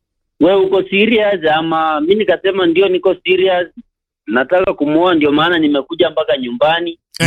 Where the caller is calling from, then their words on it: Nakuru, Nakuru County, Kenya; Nilitoka Homa Bay nikarudi direct Nakuru hapa.